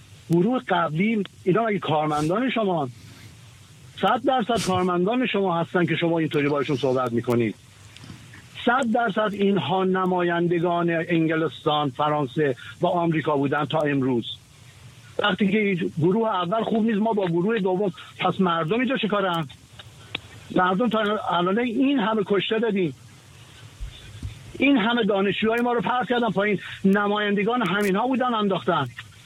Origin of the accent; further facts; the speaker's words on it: Iran; امروز ما ناراحت و گرفتار این هستیم که یک کشور خارجی به قسمتی از وطن و بدن ما ح